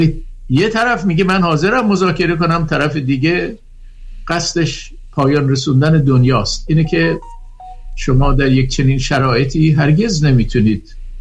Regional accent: Khorramshahr, Khuzestan, Iran; ولی من یادم خودم در دوران کودکیم حتی تا بزرگ شدم به بازار ماهی خرمشهر میرفتم مثلا.

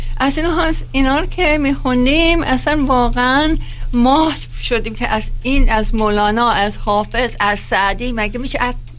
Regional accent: Shiraz, Fars, Iran; همشهری، بله همشهری. من هم شیرازی هستم مثل شما.

